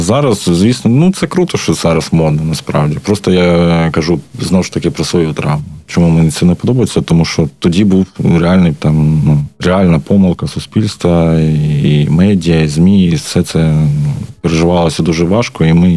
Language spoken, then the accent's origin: Ukrainian; Kadiivka, Luhansk Oblast, Ukraine; moved away; що я теж місцевий, що я з того ж міста